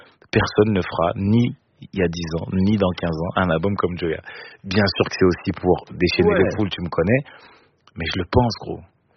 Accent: Cameroon; Je suis camerounais, frérot. Je suis camerounais, petit.

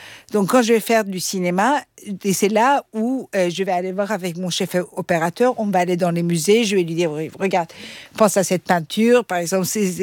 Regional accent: Austria; first language Persian; French is a second language; Je parlais le persan, mes parents ils m'ont mis dans une école francophone, après j'ai grandi en Autriche, voilà, après j'ai, l'anglais il fallait quand même le parler, je me suis mariée avec un Suédois

